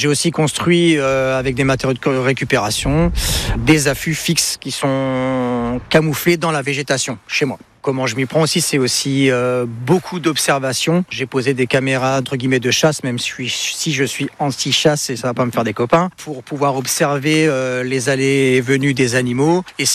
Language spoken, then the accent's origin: French; Rosny-sous-Bois, Île-de-France, France; born there; moved away as an adult; also born or lived in Réunion; now in Mézières-sous-Lavardin, France; je vais avoir 44 ans, je suis né à Rosny-sous-Bois et je suis en Sarthe depuis un petit peu plus d'une dizaine d'années.